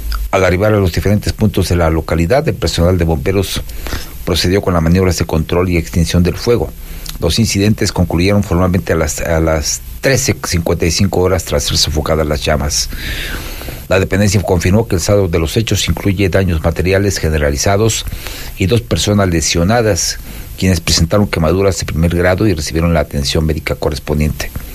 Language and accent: Spanish; Zitácuaro, Michoacán, Mexico; cómo me duele mi Zitácuaro, mi terruño